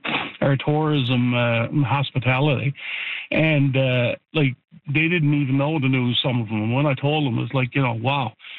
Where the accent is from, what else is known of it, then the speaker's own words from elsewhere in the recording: Newfoundland and Labrador, Canada; I mean, as a Newfoundlander and Labradorian, I really feel that this link is essential and vital to our province.